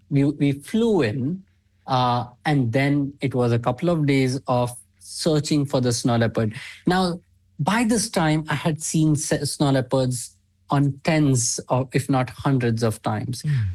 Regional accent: Maharashtra, India; English is a second language; now in Bangalore, India; I'm from Central India, the state of Maharashtra.

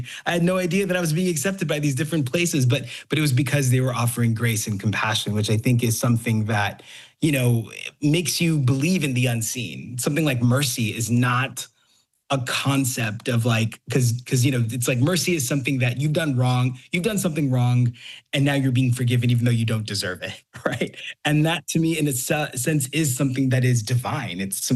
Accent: Houston, Texas, United States; I think growing up in Houston, something that I saw was a lot of people would be religious

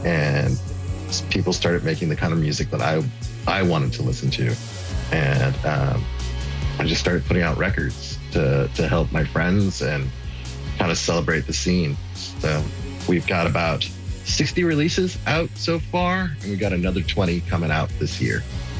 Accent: Oakland, California, United States; I'm from Oakland, California. I started the label about 5 years ago.

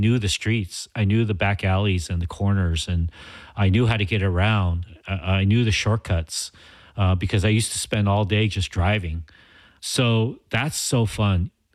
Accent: Los Angeles, California, United States; we're from Los Angeles. We're specifically from the central region of Los Angeles, the city, Koreatown, East Hollywood, Pico Union, Mid-City.

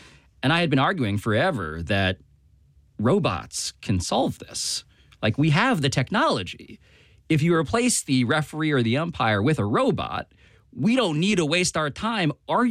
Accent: Philippines; I just sort of represented this new young person who was vaguely Asian, but also Mexican. I'm Filipino. That answers that mystery.

